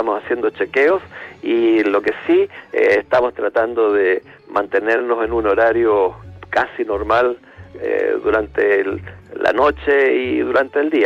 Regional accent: Rengo, O'Higgins, Chile; moved away; de la ciudad de Rengo, que como he tenido varias conferencias en esa ciudad, mi ciudad natal

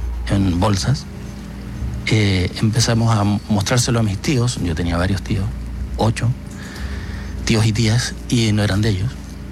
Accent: Magallanes and Chilean Antarctica, Chile

